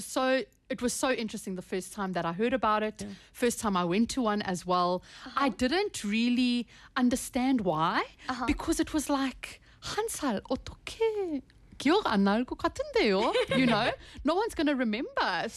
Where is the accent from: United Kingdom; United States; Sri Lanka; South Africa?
South Africa; moved away